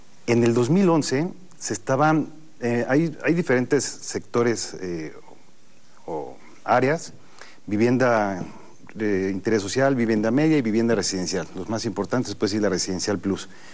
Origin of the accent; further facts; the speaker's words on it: Mexico City, Mexico; moved away as an adult; now in Puebla, Mexico; Yo soy de la Ciudad de México y fui a Puebla hace 15 años